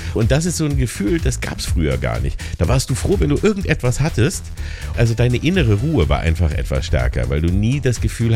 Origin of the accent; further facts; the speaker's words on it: Lower Saxony, Germany; Hallo nach Niedersachsen, meine alte Heimat.